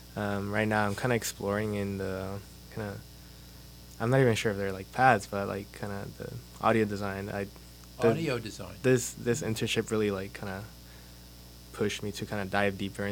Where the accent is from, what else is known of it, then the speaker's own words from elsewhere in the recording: Concord, California, United States; Kind of in the Bay, Concord.